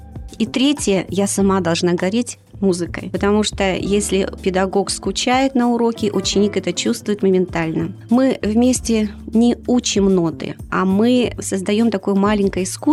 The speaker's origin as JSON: {"language": "Russian", "town": "Kopeysk", "region": "Chelyabinsk Oblast", "country": "Russia", "tie": "born there", "said": "я сама родилась в Копейске, и я здесь живу и творю"}